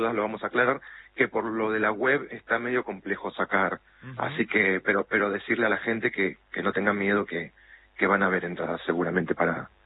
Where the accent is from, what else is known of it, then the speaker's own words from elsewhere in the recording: Lanús, Buenos Aires Province, Argentina; soy de Lanús, de Zona Sur. Estudié en Banfield, en el Conservatorio Julián Aguirre.